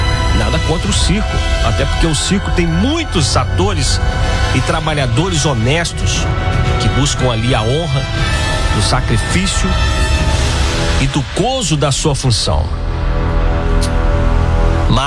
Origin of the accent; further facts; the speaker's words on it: Brazil; Nós somos brasileiros